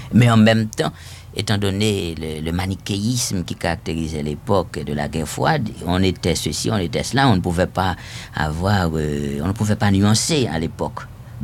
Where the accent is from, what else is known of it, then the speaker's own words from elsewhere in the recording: Haiti; Et en Haïti, oui, mais tant bien que mal, dans la mesure où on trouvait des livres, parce que dans ma ville natale, par exemple, il n'y avait pas de bibliothèque.